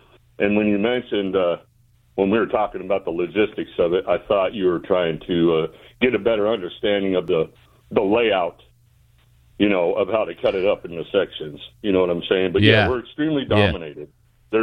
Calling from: New Mexico, United States; It happened here in New Mexico

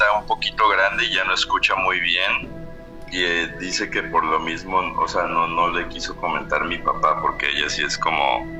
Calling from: Xalapa, Veracruz, Mexico; Desde Jalapa, Veracruz

